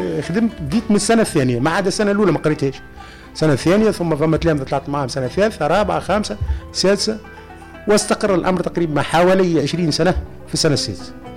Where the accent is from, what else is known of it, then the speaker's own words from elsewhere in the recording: Bizerte Governorate, Tunisia; مدرسة النشماء في جميم في مسقط رأسي